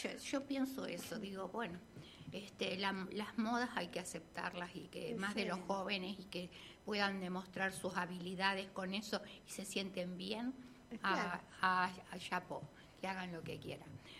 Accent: Río Negro, Argentina; Yo soy rionegrina, ¿no? De acá.

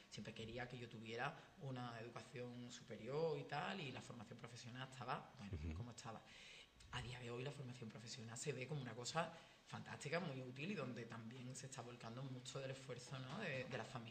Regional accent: Los Barrios, Andalusia, Spain; O yo que soy de los barrios

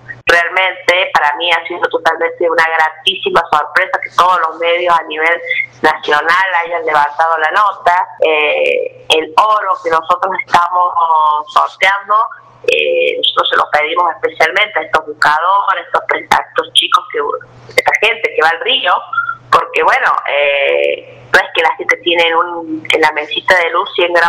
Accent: La Carolina, San Luis, Argentina; yo soy de acá de la Carolina, yo desde muy pequeña recuerdo la mayoría de las casas con pajonales, ¿no? Entonces la gente siempre ha sido muy humilde, la mayoría viviendo de la minería, mi abuelo fue minero

